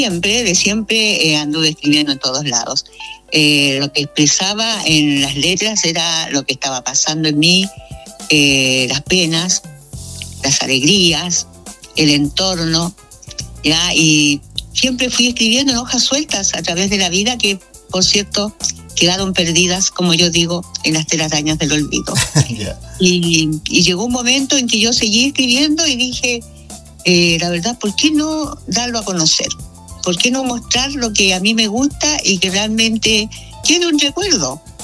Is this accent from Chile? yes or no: yes; Chile; mi país que yo amo enormemente y que, gracias a Dios, lo conozco prácticamente casi todo.